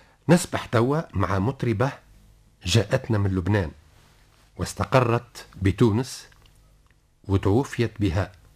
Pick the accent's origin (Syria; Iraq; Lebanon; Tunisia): Tunisia; احنا عندنا في تونس